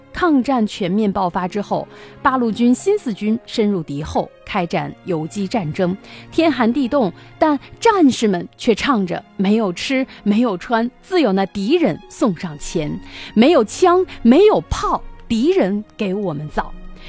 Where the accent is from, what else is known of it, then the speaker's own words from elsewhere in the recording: China; 我们中国人